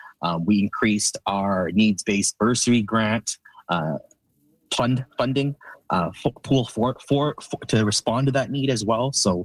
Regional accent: Vancouver, British Columbia, Canada; moved away as an adult; now in Saskatoon, Canada; She's from Toronto and I'm from Vancouver

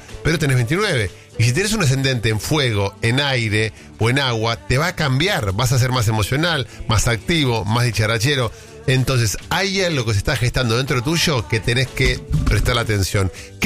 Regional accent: Argentina; somos todos argentinos

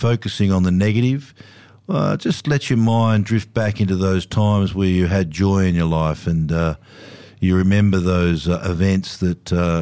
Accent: Sydney, New South Wales, Australia; I grew up in Sydney

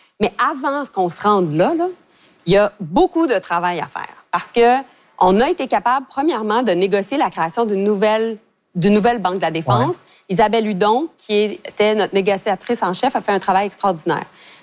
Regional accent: Montreal, Quebec, Canada; Bien, moi, je suis montréalaise, là.

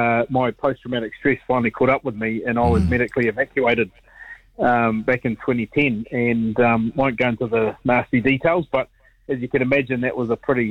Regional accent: Whanganui, Manawatū-Whanganui, New Zealand; Whanganui, my hometown.

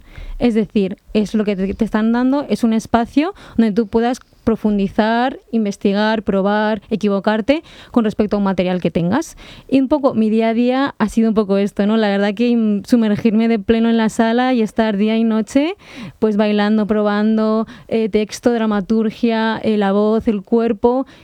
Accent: Logroño, La Rioja, Spain; born there; also born or lived in Ecuador; now in Madrid, Spain; yo soy de origen de Ecuador y vivo ya desde los 2 años en España, en La Rioja en concreto, y ahora estoy residiendo en Madrid

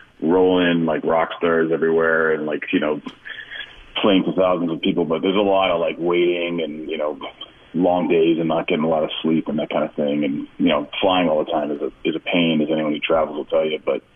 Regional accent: Saskatoon, Saskatchewan, Canada; I grew up in the city, on the east side. It's a great place to grow up. It's very good size

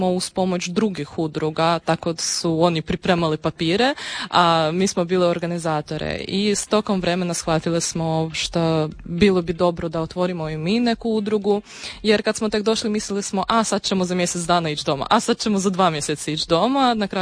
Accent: Odesa, Odesa Oblast, Ukraine; Croatian is a second language; now in Pula, Croatia; Ja sam iz Odese, iz grada na Crnom moru i stvarno jednog predivnog grada. U sedmom koljenu sam odesitka, moja sedam puta prabaka čak je gradila taj grad, tako da sam baš iz onog jednog predivnog ukrajinskog grada.

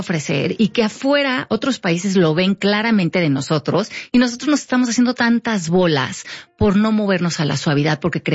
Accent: Mexico; entender como mexicanos que la queja no nos lleva a ningún lado.

